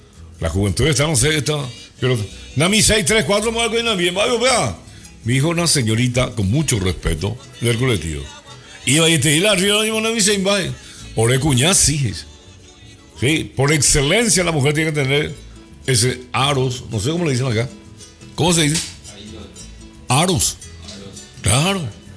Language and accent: Spanish; Paraguay; soy paraguayo.